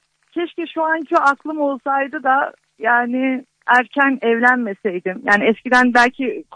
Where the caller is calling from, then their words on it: Istanbul, Turkey; İstanbul'dan arıyorum.